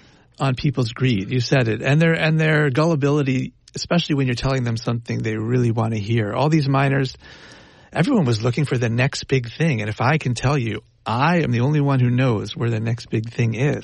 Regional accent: New York, United States; I'm from New York.

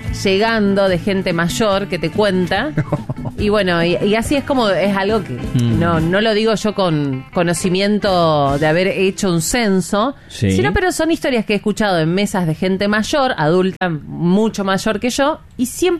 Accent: Córdoba, Argentina; now in Rosario, Argentina; yo soy nacida y criada en Córdoba. Está bien, joven, siendo muy joven, me vine a vivir acá a Rosario.

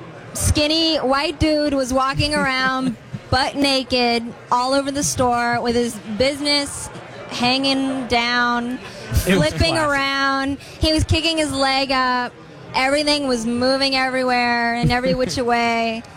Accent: California, United States; Southern California.

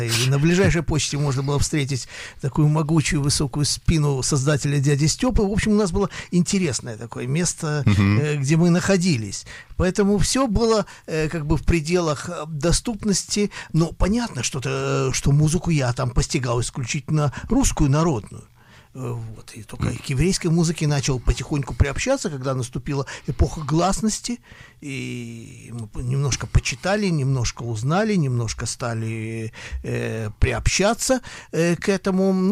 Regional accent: Odesa, Odesa Oblast, Ukraine; Я жил, да, я жил на уроженец Одессы.

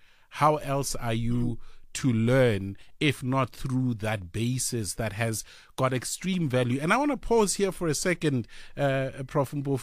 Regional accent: South Africa; And I mean, as a South African for myself, speaking, you know, multiple languages

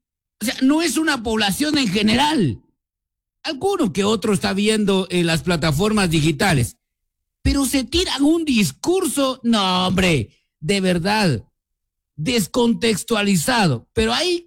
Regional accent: Guatemala; Como guatemaltecos, todos, como guatemalteco, yo tengo que ser partícipe de esta celebración de independencia

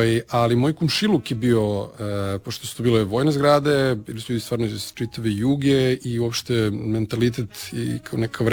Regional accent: Novi Sad, Vojvodina, Serbia; born there; iako jesam rođen u Srbiji, neko koji pripadam, iako sam rođen u Novom Sadu zapravo

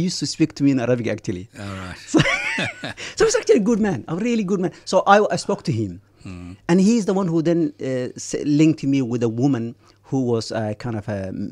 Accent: Somalia; moved away as an adult; I'm from Somalia

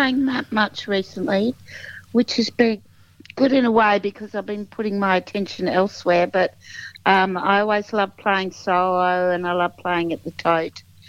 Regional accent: Melbourne, Victoria, Australia; In Melbourne.

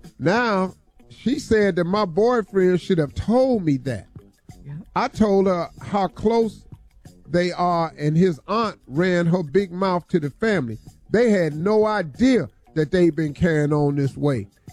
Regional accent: Welch, West Virginia, United States; I grew up in Welch, West Virginia. Been around them a good part of my life.

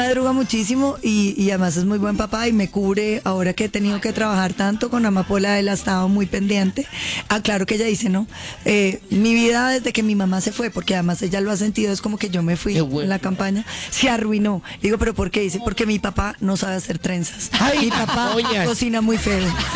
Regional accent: Cauca, Colombia; mi tierra en el Cauca

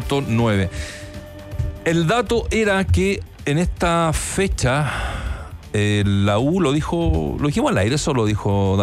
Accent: San Antonio, Valparaíso, Chile; en San Antonio, en mi pueblo

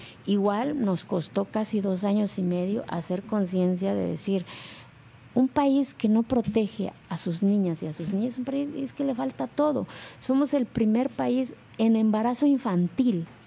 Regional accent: Santa María Kyoholani, Oaxaca, Mexico; hace 18 años mi pueblo no venía en el mapa de este país. No existía Santa María Kyoholani.

